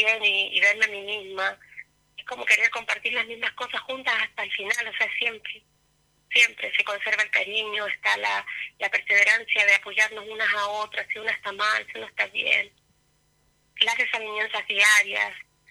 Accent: Ancud, Los Lagos, Chile; soy de Ancud, tengo 50 años, un hijo de 19

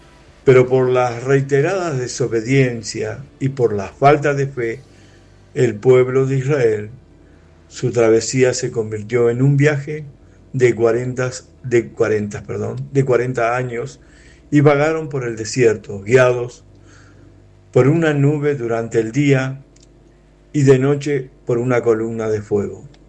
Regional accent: Argentina; soy de Argentina

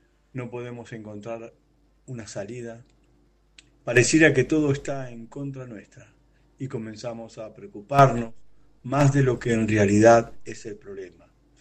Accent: Argentina; now in Chile; ciudad de Los Muermos, ubicada en la 10ª región de Chile … soy de Argentina

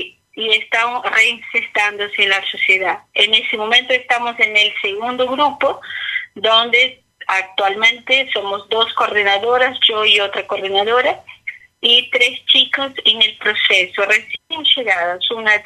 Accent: Brazil; moved away as an adult; now in Ancud, Chile; tengo 35 años, soy brasileña.

